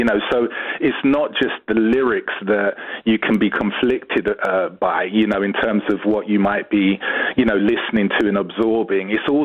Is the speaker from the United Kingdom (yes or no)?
yes; London, United Kingdom; born there; I'm a London-born guy of Jamaican heritage.